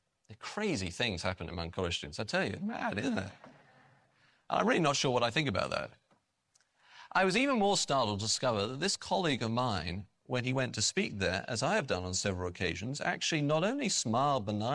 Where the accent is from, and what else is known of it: England, United Kingdom